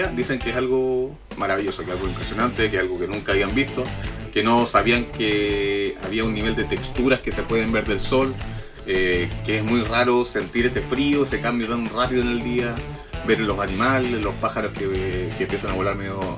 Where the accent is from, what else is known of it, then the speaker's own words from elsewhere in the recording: Chile; los chilenos cantamos el himno de Chile cuando tuvimos el eclipse solar del 2019.